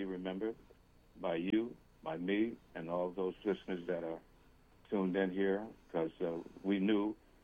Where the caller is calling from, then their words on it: New York City, New York, United States; I'm from Brooklyn